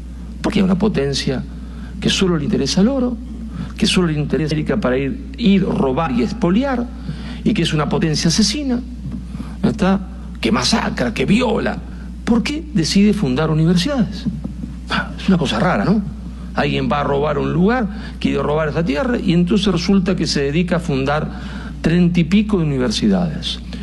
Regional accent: Argentina; cada vez que uno me presentaba como argentino

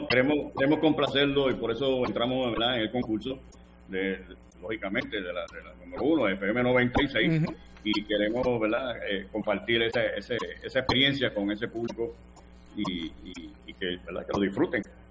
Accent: Puerto Rico; es la realidad que somos boricuas y eso lo demostramos donde sea.

